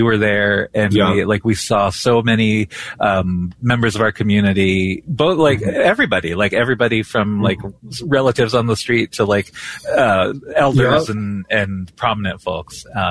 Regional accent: Rosebud, South Dakota, United States; now in Twin Cities, United States; my name is … I use they and he pronouns. I am originally from Rosebud, here with Will Raymond, fellow Rosebud or fellow Sechonga.

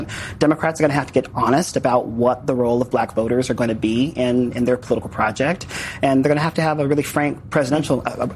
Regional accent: Georgia, United States; as a native Georgian, I'm so proud that my home state keeps bedeviling Donald Trump.

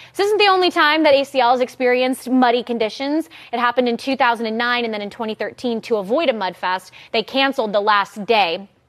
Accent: Austin, Texas, United States; Growing up in Austin, I probably went to Austin city limits a little bit too early.

